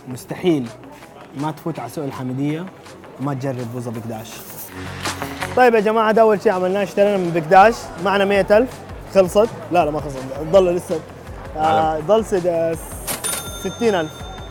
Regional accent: Sudan; أول شيء استوعب إن إحنا في سوريا وأنا من السودان.

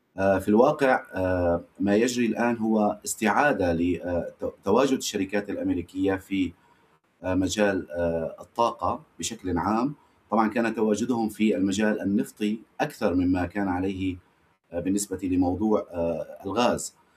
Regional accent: Syria; لا نريد نحن كسوريين

